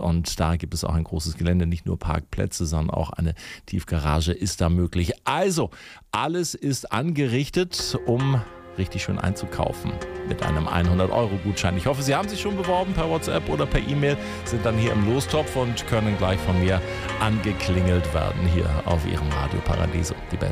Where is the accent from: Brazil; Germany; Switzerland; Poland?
Germany; Northern Germany; Fischtheke finde ich als Norddeutscher auch immer ganz wichtig